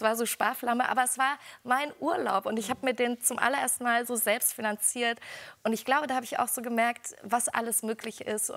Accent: Erfurt, Thuringia, Germany; Ich bin in einem Plattenbau groß geworden in Erfurt mit meiner alleinerziehenden Mama und mit meiner Schwester.

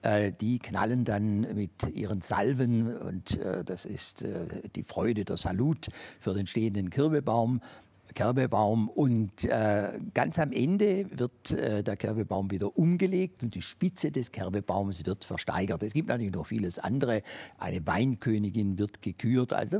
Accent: Rottweil, Baden-Württemberg, Germany; als gebürtiger Rottweiler

